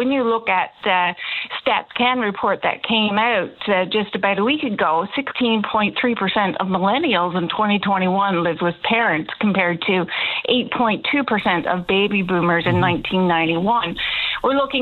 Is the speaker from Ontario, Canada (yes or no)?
no; Bonavista, Newfoundland and Labrador, Canada; I got the help of my hometown of Bonavista and my entire family on both sides